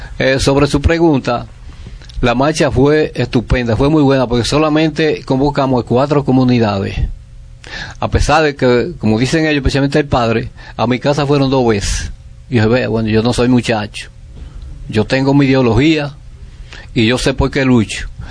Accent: Carrera de Palma, La Vega, Dominican Republic; porque yo soy nativo, nacido y criado en esa comunidad, que hay cosas que coinciden mucho con lo que dice el padre. Nosotros vivimos Carrera de Palma, justamente frente a esa montaña.

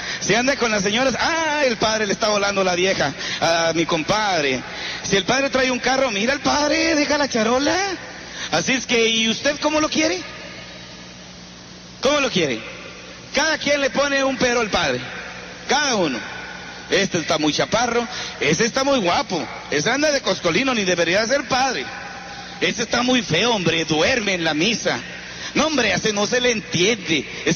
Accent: Tambaca, San Luis Potosí, Mexico; Ayer en mi comunidad, en mi pueblo, Tambaca, San Luis Potosí, tengo misa

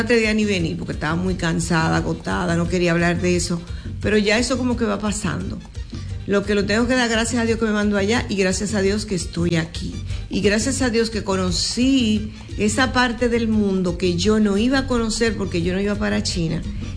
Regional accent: Dominican Republic; los dominicanos somos dominicanos donde quiera y los chinos son lo mismo donde quiera.

